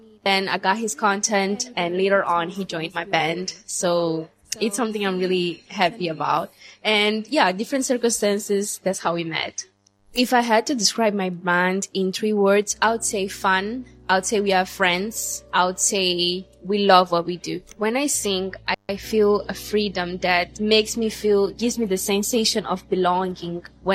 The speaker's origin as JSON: {"language": "English", "country": "Mozambique", "moved": "yes", "lives_now": "Warsaw, Poland", "said": "I am from Mozambique and I'm a singer-songwriter living in Warsaw, Poland."}